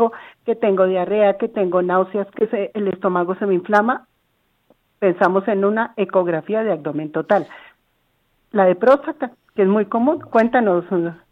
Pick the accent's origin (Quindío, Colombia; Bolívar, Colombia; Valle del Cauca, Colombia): Valle del Cauca, Colombia; Cali; yo no, yo soy de Made in Cali.